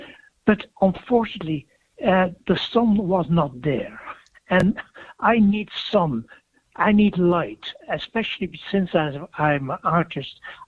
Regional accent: Netherlands; moved away as an adult; I mean, originally I was born in Holland. Holland is a beautiful place. I was brought up down there. I was trained there in graphic arts.

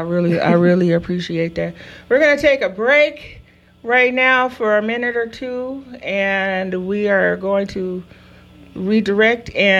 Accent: Chino, California, United States; So Chino, that's in my hometown.

